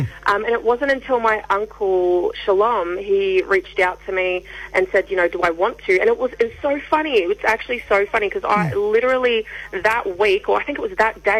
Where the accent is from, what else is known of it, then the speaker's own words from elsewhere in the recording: New Zealand; now in Australia; My story started when I moved over to Australia from New Zealand back in 2000.